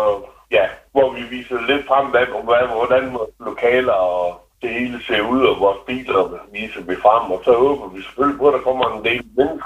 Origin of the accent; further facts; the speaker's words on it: Hirtshals, North Denmark Region, Denmark; moved away; Jeg boede i Hirtshals som barn